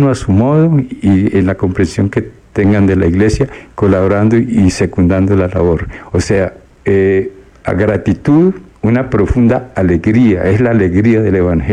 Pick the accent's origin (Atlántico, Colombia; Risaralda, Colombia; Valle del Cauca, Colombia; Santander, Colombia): Santander, Colombia; born there; moved away; also born or lived in Bogotá / Girardot / Cartagena / Bucaramanga; Yo nací en la diócesis de Socorro y San Gil, allá me bautizaron en el seminario menor, empecé.